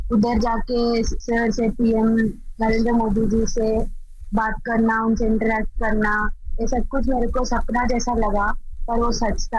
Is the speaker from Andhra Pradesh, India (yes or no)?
yes; Andhra Pradesh, India; मैं आंध्र प्रदेश से हूँ